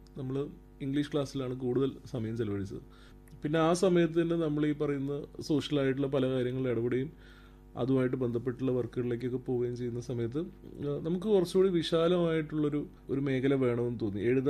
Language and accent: Malayalam; Kozhikode, Kerala, India; കോഴിക്കോട് ജനിച്ചു വളർന്നതിൻ്റെ ഒരു ഗുണം